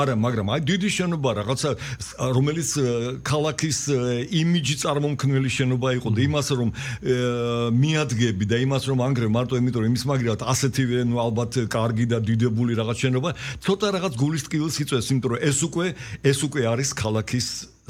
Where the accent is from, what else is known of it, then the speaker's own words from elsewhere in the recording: Tbilisi, Georgia; რუსთაველის გამზედიდან, სადაც მე გავიზარდე პირველი სკოლა დაამთავრე მთელი ცხოვრება იქ ვიყავი